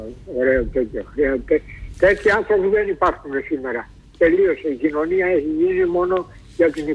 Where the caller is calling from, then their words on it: Cholargos, Attica, Greece; Γιώργο, είμαι από το Χολαργό.